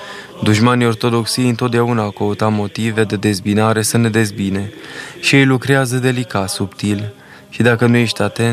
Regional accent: Romania; eu sunt român și așa mă consider ca un bun român și îmi iubesc neamul.

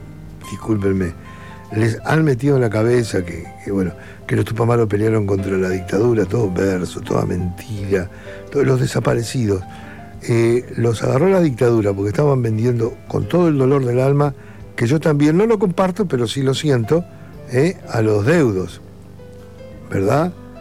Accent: Maldonado, Uruguay; Sí, sí, soy uruguayo, claro, nacido y criado acá en Maldonado.

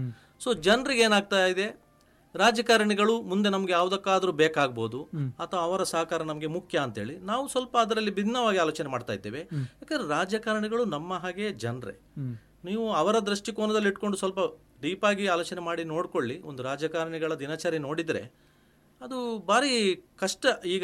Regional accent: Dakshina Kannada district, Karnataka, India; ನಮ್ಮ ದಕ್ಷಿಣ ಕನ್ನಡ ಜಿಲ್ಲೆಯಲ್ಲಿ

